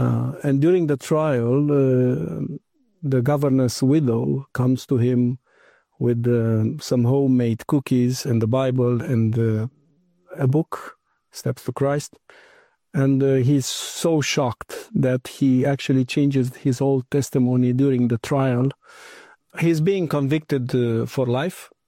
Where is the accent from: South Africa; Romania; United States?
Romania; I was born in Romania, 1976. It was a communist country, one of the worst communist countries in the world. We didn't have heating and hot water for years.